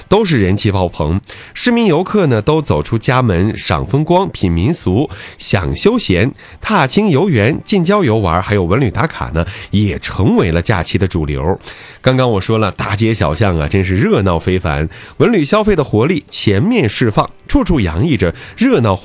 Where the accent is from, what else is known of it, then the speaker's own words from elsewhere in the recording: Changchun, Jilin, China; 我就感觉作为一个长春人